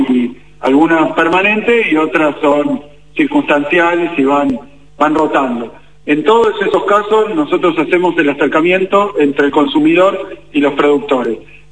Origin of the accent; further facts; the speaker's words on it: Argentina; somos argentinos